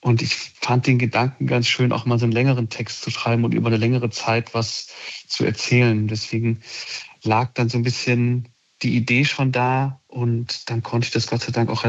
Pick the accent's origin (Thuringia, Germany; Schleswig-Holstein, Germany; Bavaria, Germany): Thuringia, Germany; dass Thüringen dann auch schon sehr mittelgebirgig sein kann. Das ist bei meinem Heimatort der Fall.